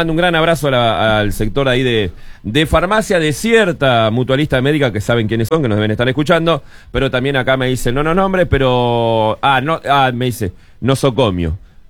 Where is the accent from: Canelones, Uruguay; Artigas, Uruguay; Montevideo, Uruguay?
Artigas, Uruguay; Bella Unión; now in Maldonado, Uruguay; Yo, cuando yo nací en la gloriosa República de Bella Unión, ¿no? Que ya lo digo siempre. Nacés. Desde que sos bebé, y después como a los 4 o 5 años te enterás que sos uruguayo.